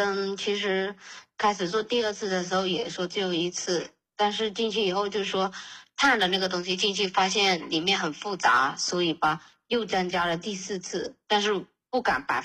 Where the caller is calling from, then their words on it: Guilin, Guangxi, China; 我是广西桂林的。